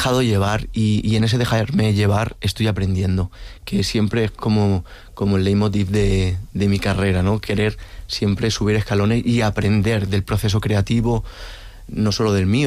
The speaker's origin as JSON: {"language": "Spanish", "town": "Barcelona", "region": "Catalonia", "country": "Spain", "said": "soy de Barcelona y tengo unas raíces andaluzas muy fuertes"}